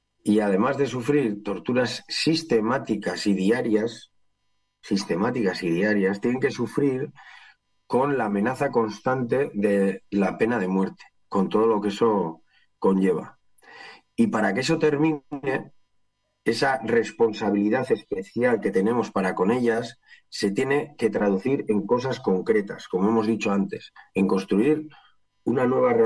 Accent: Basque Country, Spain; nosotras fuimos como delegación vasca

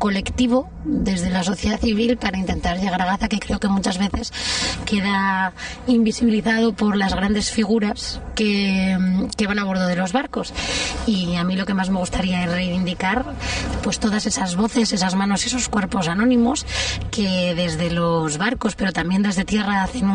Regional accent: Madrid, Community of Madrid, Spain; now in Mallorca, Spain; soy madrileña, ahora mismo viviendo en Mallorca

